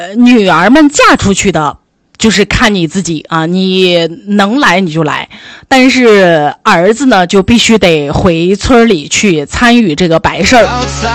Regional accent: Shanxi, China

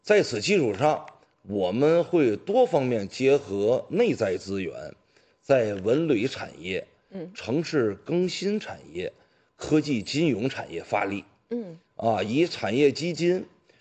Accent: Hainan, China; 我是海南人，我爱海南，我希望海南越来越好

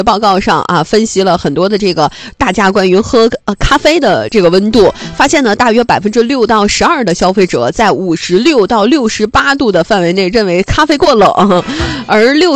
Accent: China; 尤其是我们中国人啊，最喜欢吃饭的时候要趁热吃

